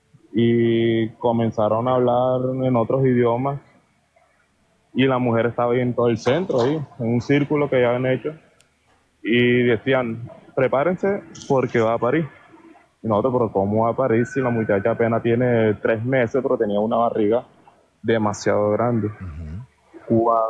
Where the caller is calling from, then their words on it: Tubará, Atlántico, Colombia; Yo aquí hablando de Tubará Atlántico